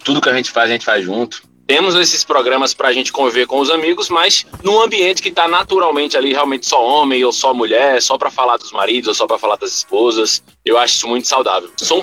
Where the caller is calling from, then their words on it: Barreiras, Bahia, Brazil; Eu tenho 30 anos, sou aqui de Barreiras, interior da Bahia.